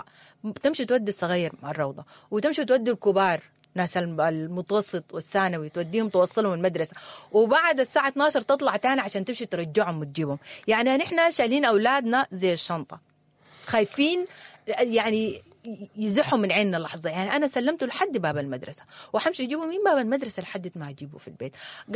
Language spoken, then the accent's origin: Arabic; Sudan; نحن سودانيين ما بنقول الكلام زي ده